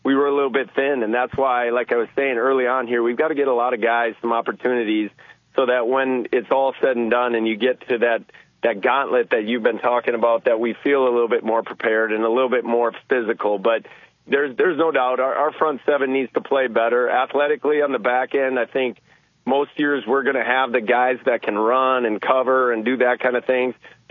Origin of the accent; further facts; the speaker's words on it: Bismarck, North Dakota, United States; my hometown of Bismarck